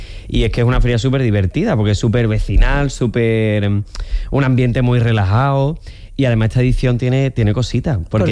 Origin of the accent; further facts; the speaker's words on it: Bormujos, Andalusia, Spain; mañana empieza la feria de mi pueblo.